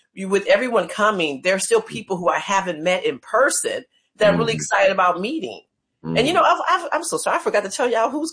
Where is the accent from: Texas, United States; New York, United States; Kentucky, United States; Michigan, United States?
Michigan, United States; Detroit; I'm from Detroit